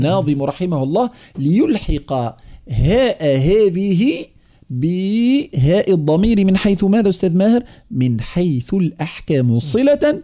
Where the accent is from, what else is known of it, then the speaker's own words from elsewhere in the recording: Tunisia; accent: Tunisian; ولهجتنا التونسية